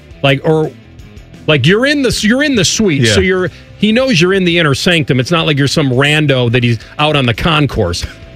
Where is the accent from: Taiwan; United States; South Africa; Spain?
United States; Illinois; Because Risky Business was made in my hometown, most of the entire movie, the downtown shots in Chicago, the going around the suburb, the whole deal.